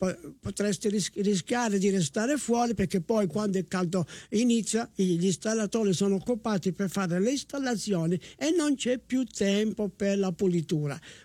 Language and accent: Italian; Cosenza, Calabria, Italy; accent: Cosentino; non è che io adesso mi butto a parlare il mio cosentino, il mio dialetto